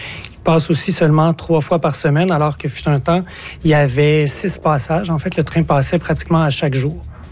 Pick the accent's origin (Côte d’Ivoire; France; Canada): Canada; Amqui, Quebec; now in Rimouski, Canada; moi, je viens d'Amqui